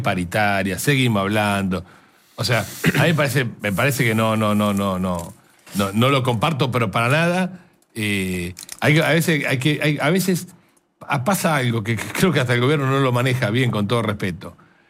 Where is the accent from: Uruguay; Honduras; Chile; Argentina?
Argentina